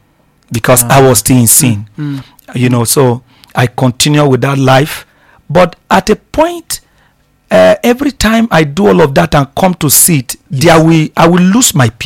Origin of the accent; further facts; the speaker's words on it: Gboko, Benue, Nigeria; I am from Gboko, Benue State, Nigeria